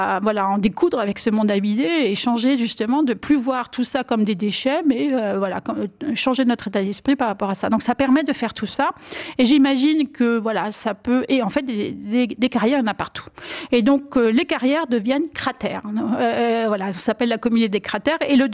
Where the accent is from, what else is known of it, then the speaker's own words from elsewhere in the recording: Grand Est, France; born there; Alors, je suis née dans la Marne. Je suis née dans ce qu'on appelait la Champagne pouilleuse.